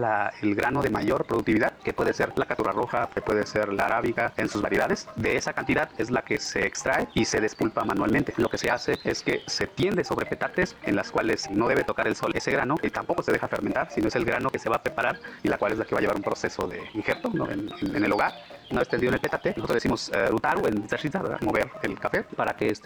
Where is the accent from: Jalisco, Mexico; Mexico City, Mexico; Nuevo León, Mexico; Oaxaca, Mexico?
Oaxaca, Mexico; Tanetze de Zaragoza; Provengo de la comunidad de Tanetes, Zaragoza, el lugar en donde producimos y vivimos con el café.